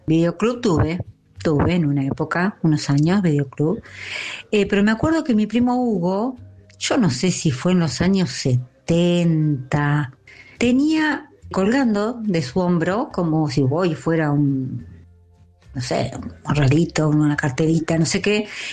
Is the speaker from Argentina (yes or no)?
yes; Mar del Plata, Buenos Aires Province, Argentina; de Mar del Plata.